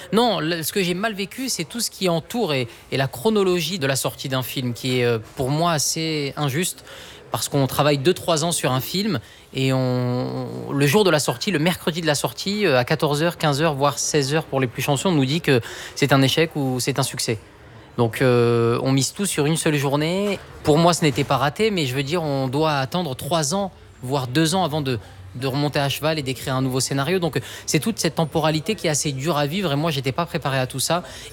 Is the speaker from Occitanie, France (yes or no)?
yes; Occitanie, France; born there; Et on m'a emmené dans les Cévennes et je suis né dans le Gard.